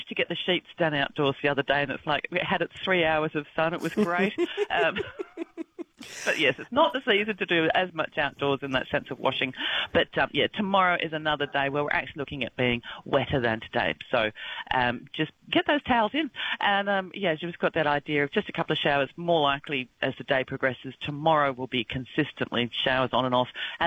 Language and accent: English; Australia; And it's like, hang on a minute, I'm from Australia. We do mid-30s quite routinely.